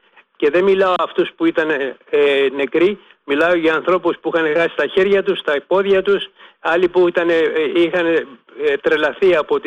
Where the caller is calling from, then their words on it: Peloponnese, Greece; Κατάγομαι από τη Μέσα Μάνη.